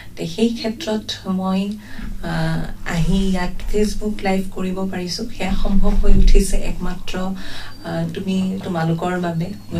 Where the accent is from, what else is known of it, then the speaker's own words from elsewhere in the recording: Assam, India; মই নিজকে গোৱালপৰীয়া বুলি কৈ বেছি মানে ভাল পাওঁ